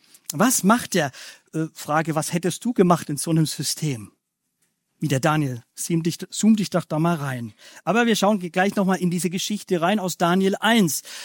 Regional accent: Bavaria, Germany; Bei mir, ich komme so aus dem Bayerischen, Fränkischen, habe ich ja schon gesagt, da hieß es immer, was sagt Leute?

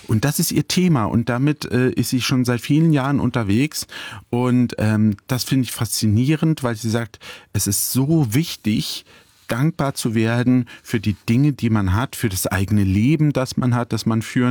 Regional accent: Butzbach, Hesse, Germany; Ja, auch bei uns in Putzbach, wo ich zu Hause bin, in meiner Heimatstadt, gibt es eine Genossenschaft

